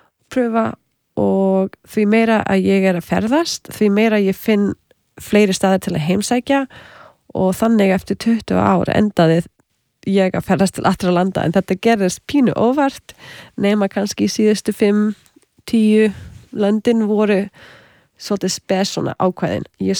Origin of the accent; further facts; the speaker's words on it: Canada; also born or lived in United States / Australia; ég ólst upp í Kanada með hálf indverskri móðu frá Suður Ameríku svo ég var þegar alþjóðlegt barn og með nokkur tungumál sem ég gat nota